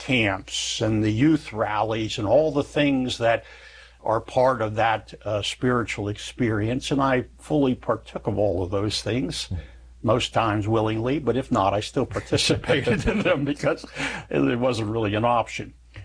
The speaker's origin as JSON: {"language": "English", "region": "Pennsylvania", "country": "United States", "tie": "born or raised there", "also_born_or_lived": "New Jersey", "said": "So I grew up in Pennsylvania and New Jersey."}